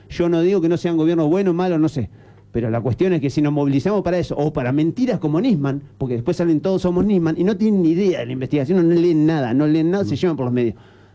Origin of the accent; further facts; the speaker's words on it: Argentina; si somos argentinos vamos a otro país y nos cobran.